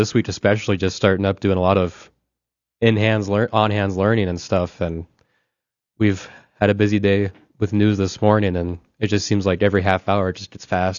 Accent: Bagley, Minnesota, United States; I'm originally from Bagley, Minnesota, over by Bemidji on Highway 2 over there.

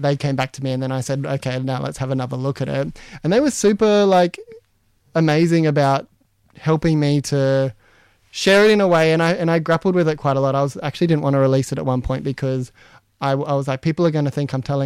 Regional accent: Katherine, Northern Territory, Australia; moved away; like I grew up off country in Catherine, and so my family's from New South Wales.

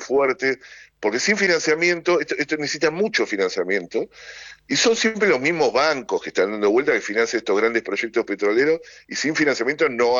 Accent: Argentina

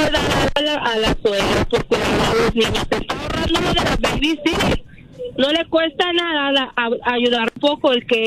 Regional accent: Colombia; now in Tracy, United States; Soy colombiana.

